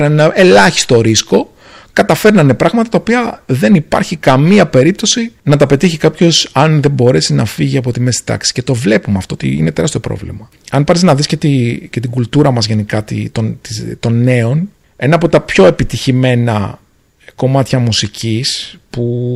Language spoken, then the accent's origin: Greek; Agrinio, Western Greece, Greece; το Αγρίνιο είναι ο τόπος μου